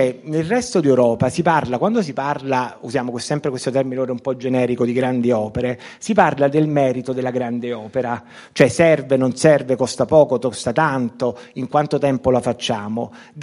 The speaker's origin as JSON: {"language": "Italian", "town": "Naples", "region": "Campania", "country": "Italy", "said": "non lo dico in quanto napoletano"}